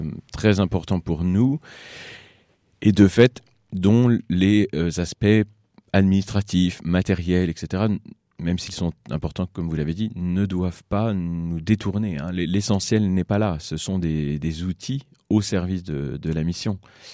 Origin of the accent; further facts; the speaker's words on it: Bonnétable, Pays de la Loire, France; Je suis originaire de la paroisse de Bonnétable.